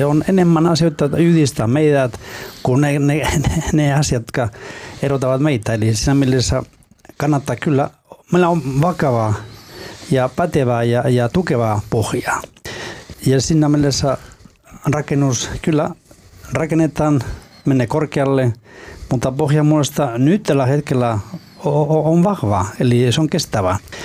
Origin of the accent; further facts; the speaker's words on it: Basque Country, Spain; Finnish is a second language; now in Finland; koska olen kotoisin Baskimaasta. Ja on yhteisiä piirteitä kyllä, joka yhdistää meitä, kyllä baskit ja suomalaiset.